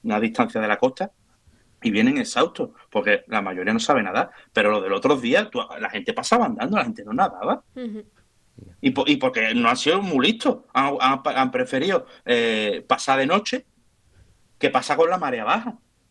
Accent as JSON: {"language": "Spanish", "region": "Ceuta", "country": "Spain", "said": "Ya no como ceutí"}